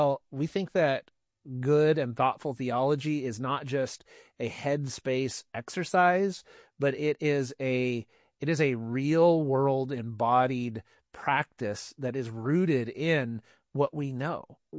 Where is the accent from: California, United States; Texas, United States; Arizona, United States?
California, United States; Hollister; And then Hollister as well, my hometown, and we're working to plant a Spanish church there.